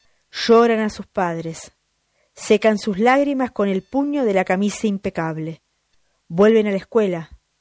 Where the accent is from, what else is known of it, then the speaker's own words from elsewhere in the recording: San Martín, Buenos Aires Province, Argentina; soy de San Martín, provincia de Buenos Aires.